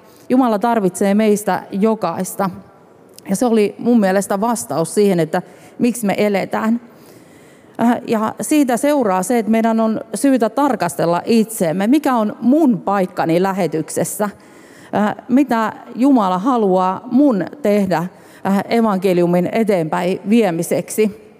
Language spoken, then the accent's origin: Finnish; Ostrobothnia, Finland; Mun matkani alkoi siis sillä lailla, että mä kasvoin ruotsinkielisellä Pohjanmaalla.